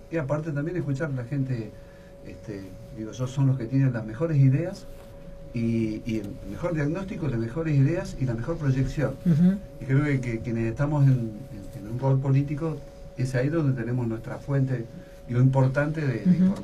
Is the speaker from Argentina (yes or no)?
yes; Argentina; todos conocemos como argentinos